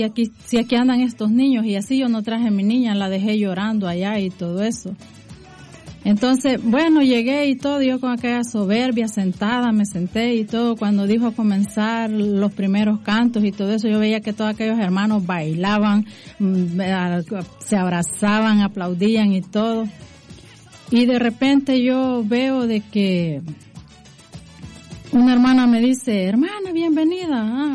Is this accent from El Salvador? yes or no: yes; El Salvador; moved away as an adult; yo me vine de El Salvador para acá y lo dejé a él en El Salvador.